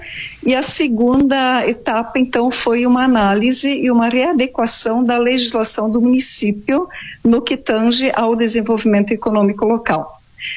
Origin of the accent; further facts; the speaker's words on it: São João do Oeste, Santa Catarina, Brazil